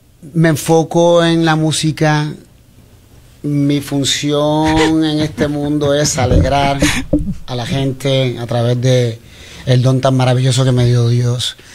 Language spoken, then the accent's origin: Spanish; Guaynabo, Puerto Rico; el alcalde de mi pueblo